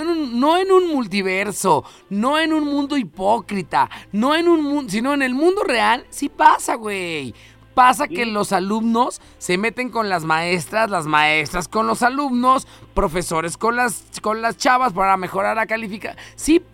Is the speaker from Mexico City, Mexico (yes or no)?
yes; Mexico City, Mexico; moved away; Yo no soy de aquí, yo soy de Ciudad de México.